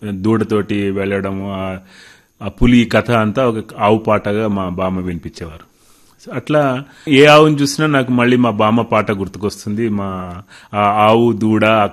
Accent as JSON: {"language": "Telugu", "town": "Mahbubnagar", "region": "Telangana", "country": "India", "tie": "born or raised there", "said": "చిన్నప్పుడు నేను మహబూబ్ నగర్లో నా చిన్నతనం, నా చదువు చిన్నప్పుడు పాఠశాలలో చదువు కూడా అక్కడ జరిగింది."}